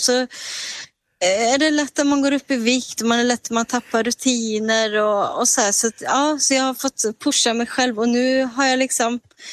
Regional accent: Sweden; born or raised there; moved away as an adult; now in abroad

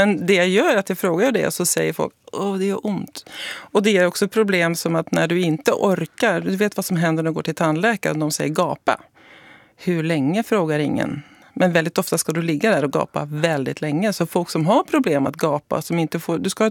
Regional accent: Norway; now in Sweden; det är skillnad på Norge och Sverige, för jag är norsk.

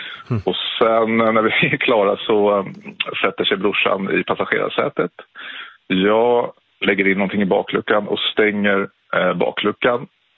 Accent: Täby, Stockholm County, Sweden; now in Skarpnäck, Stockholm, Sweden; när jag var 18 år, 1998, och bodde i Täby där jag växte upp.

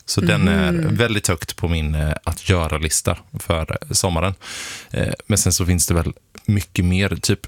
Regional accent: Småland, Sweden; moved away; Det finns en brygga hemma i Småland där jag kommer ifrån.

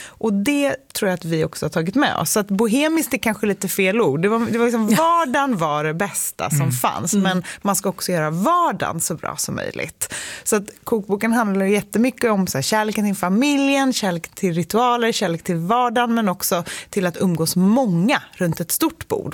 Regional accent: Gladökvarn, Stockholm County, Sweden; första kapitlet i boken är vi ju på mammas landställe, där vi växte upp i Gladekvarn.

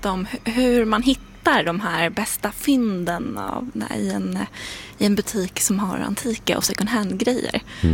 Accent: Falköping, Västra Götaland County, Sweden; Men jag är ju västgöte från Falköping.

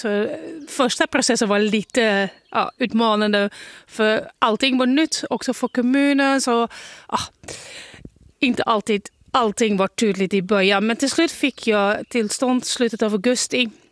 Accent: Netherlands; now in Sweden; jag är från Nederländerna

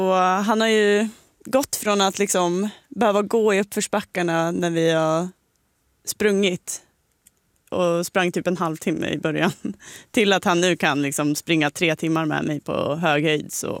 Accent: Sollefteå, Västernorrland County, Sweden; moved away; jag kommer liksom från Sollefteå, en liten stad där jag... liksom alltid varit väldigt godtrogen mot människor

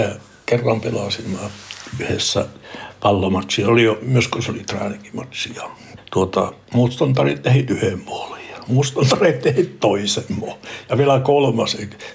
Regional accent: Norrbotten County, Sweden; first language Meänkieli; että miekin kelpaa, vaikka mä olen Tornionlaaksosta ja puhun meidän kieltä.

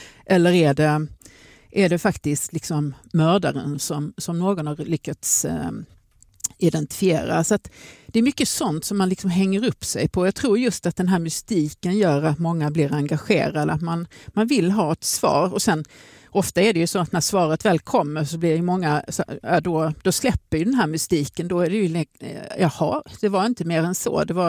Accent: Lund, Skåne, Sweden; also born or lived in Österlen; Jag kommer från Lund från början, men vi var otroligt mycket på Österlen och nu idag har jag tagit över huset.

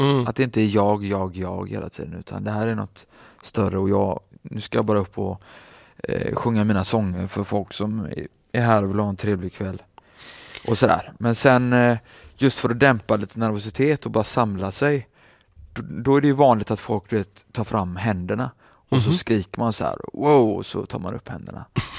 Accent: Gothenburg, Västra Götaland County, Sweden; born there; Jag är född i Annedal.

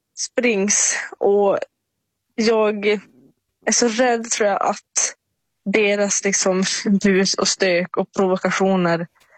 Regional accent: Norrland, Sweden; jag är från Norrland

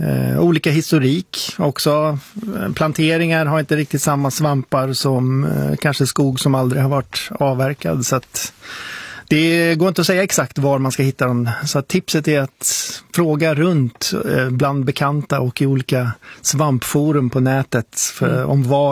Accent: Sweden; Jag är svensk, det är hemligt.

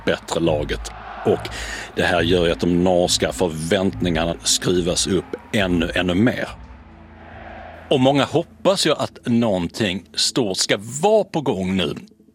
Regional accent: Sweden; Och ja, som svensk var det ju ingen jätterolig upplevelse, om du minns det, Robin.

